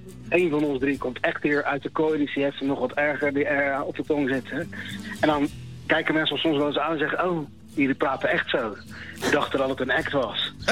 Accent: Leiden, South Holland, Netherlands; accent: Leids; En opgegroeid in de regio ook

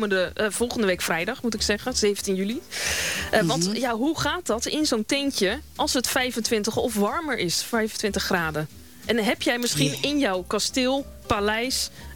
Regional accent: Bergambacht, South Holland, Netherlands; born there; Bergambacht. Mijn geboortedorp natuurlijk.

